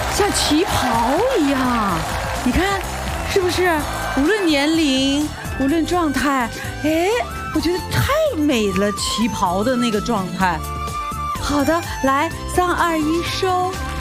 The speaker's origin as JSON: {"language": "Chinese", "town": "Suzhou", "region": "Jiangsu", "country": "China", "tie": "born or raised there", "said": "我老家是苏州人"}